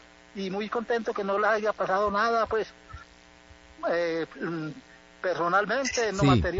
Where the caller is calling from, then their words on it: Circasia, Quindío, Colombia; De aquí, de Barcelona Baja, de Circasia.